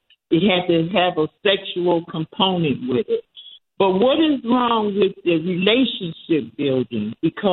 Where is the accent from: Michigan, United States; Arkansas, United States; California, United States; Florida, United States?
Michigan, United States; Detroit; also born or lived in Tennessee; now in North Carolina, United States; I'm from Detroit, I'm from Tennessee by way of Detroit. I've been in here